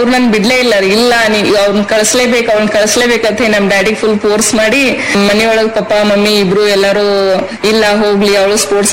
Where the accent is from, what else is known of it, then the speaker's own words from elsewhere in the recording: Karnataka, India; ಮನೆಯಿಂದ ಹೊರಗ್ ಬಿದ್ದಿದ್ದೆ ಬಂದಿದ್ದೆ ಬಾಗಲಕೋಟೆ ರೀ. ಅದು ಬಿಟ್ರೆ ನಾನು ಎಲ್ಲೂ ಅಲ್ಲೇ ನಮ್ಮ ಊರ್ ನಿಯರ್ ಜಮಖಂಡಿ ಅಂತ ಹೇಳಿ ನಮ್ ತಾಲೂಕ್ ರೀ